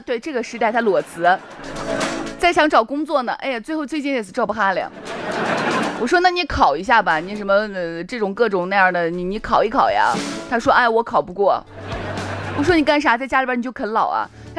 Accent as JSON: {"language": "Chinese", "town": "Xi'an", "region": "Shaanxi", "country": "China", "tie": "born or raised there", "said": "我们老家在秦镇这一带，快到户县了啊。我们那一带呢，说的婆就是俺奶。"}